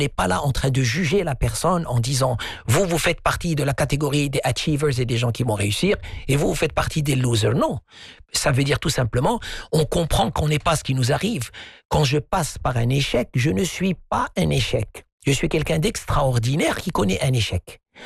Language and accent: French; Morocco; chez nous au Maroc